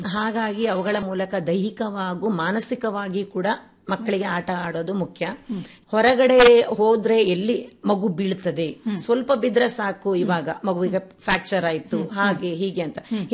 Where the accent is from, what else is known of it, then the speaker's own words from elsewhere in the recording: Udupi, Karnataka, India; moved away as an adult; now in Hyderabad, India; ನಾನು ಮೂಲತಃ ಶ್ರೀಕೃಷ್ಣ ಪರಮಾತ್ಮ ಹುಟ್ಟಿದ ಊರಾದ ಉಡುಪಿದ್ದು ನಾನು ಅಲ್ಲಿ, ಹಾಗೂ ನನ್ನ ತಂದೆ ತಾಯಿ, ನನ್ನ ತವರು ಮನೆ ಎಲ್ಲ ಅಲ್ಲೇ.